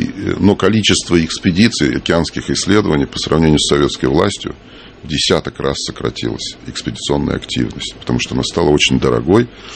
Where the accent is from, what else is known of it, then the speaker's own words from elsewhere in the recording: Moscow, Russia; Мое детство прошло в Москве. Я прожил свое детство в доме, который сейчас занимает музей Шилова на Знаменке.